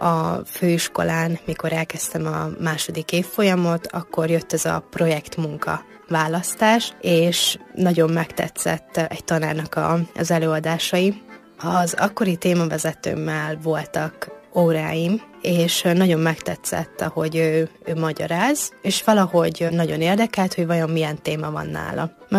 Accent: Batyu, Zakarpattia Oblast, Ukraine; tudni rólam, hogy én Bátyúban születtem

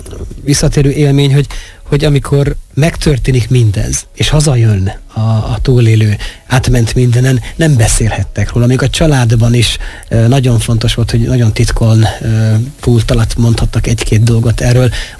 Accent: Berehove, Zakarpattia Oblast, Ukraine; és én gyermekként, beregszásziként szüleim minden éven kivittek a Mallenki robotos emlékkoszorúzásokra

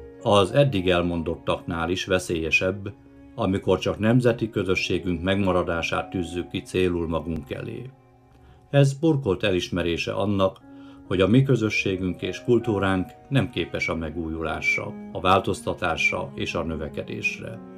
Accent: Slovakia; Boddog közben szülőföldemen, amelynek lakosságát ma is 95%-ban magyarok lakják, a magyarság az isteni gondviselésnek köszönhetően 9 évtized múltán is meg tudta őrizni helyét és súlyát.

